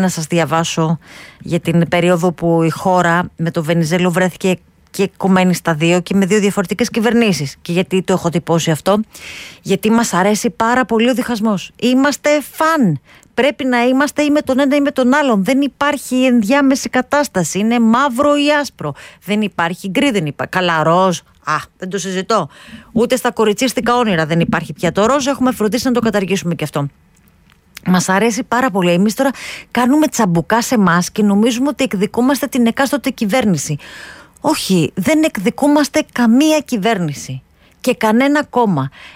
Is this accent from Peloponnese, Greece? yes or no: yes; Sparta, Peloponnese, Greece; born there; moved away; also born or lived in Aigaleo; Είμαστε international χωριό στη Μαγούλα Σπάρτη